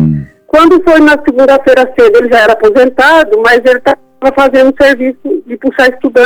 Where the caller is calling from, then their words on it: Álvares Machado, São Paulo, Brazil; De Álvares Machado, viu?